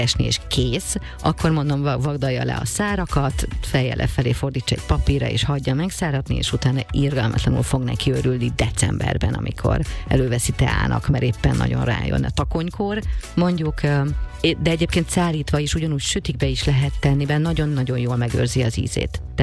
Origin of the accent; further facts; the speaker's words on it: Hungary; ha már magyarok vagyunk